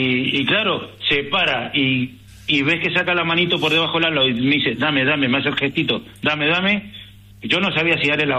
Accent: Argentina; Como argentino, yo creo que es nuestro mejor embajador.

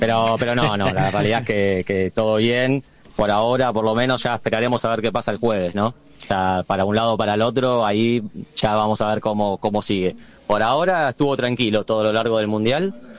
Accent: Argentina; now in London, United Kingdom; Por suerte me vine con mi mujer de Argentina.

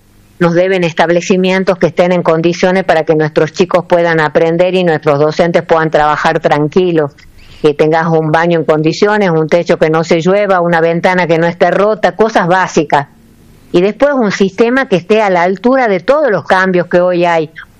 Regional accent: Tucumán, Argentina

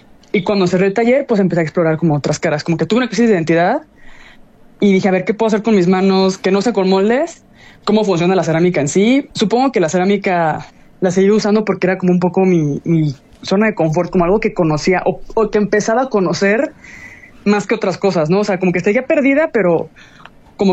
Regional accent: Mexico; also born or lived in Madrid, Spain / Gdansk, Poland; now in Querétaro, Mexico; para mí como mexicana

